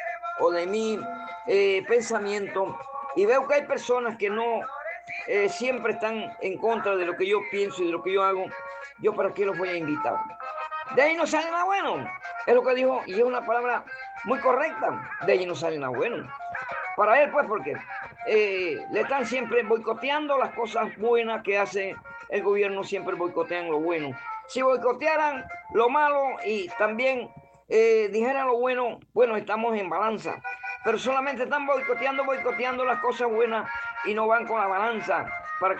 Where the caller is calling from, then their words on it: Panama; Aquí en Panamá